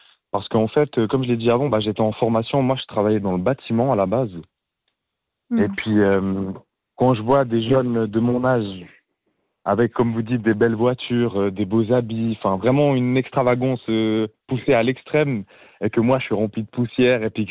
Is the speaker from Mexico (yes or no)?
no; Kosovo; Du Kosovo.